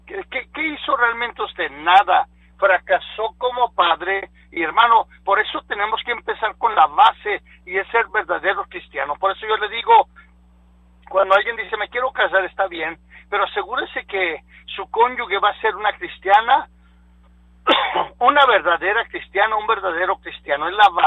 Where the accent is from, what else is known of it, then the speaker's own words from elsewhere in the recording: Pennington, Texas, United States; Soy de Pennington, Texas, 806-202-1215.